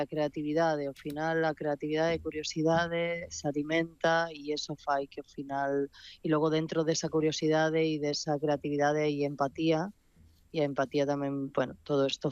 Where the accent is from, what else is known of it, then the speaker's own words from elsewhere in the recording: Ribeira, Galicia, Spain; coma nas aldeas ao redor de Santiago, que é donde eu me criei, criei-me aquí en Ribeira.